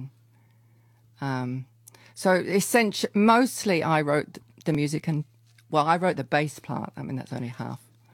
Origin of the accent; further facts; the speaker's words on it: Ely, East of England, United Kingdom; born or raised there